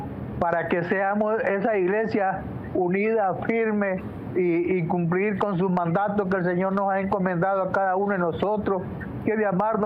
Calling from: Matagalpa, Nicaragua; Somos de Nicaragua, de Matagalpa, de Ciudad Arido.

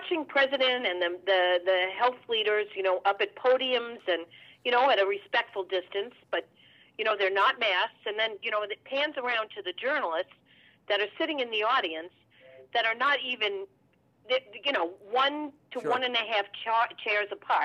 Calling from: Newport, Rhode Island, United States; I'm calling from Newport, Rhode Island.

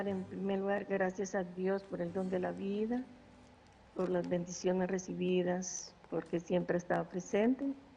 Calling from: Guatemala; De un lugar de Guatemala.

